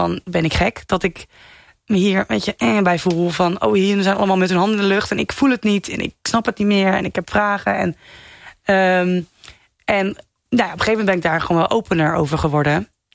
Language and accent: Dutch; Veenendaal, Utrecht, Netherlands; also born or lived in Ede; Er is heel veel meer dan Ede en Veenendaal waar ik vandaan kom.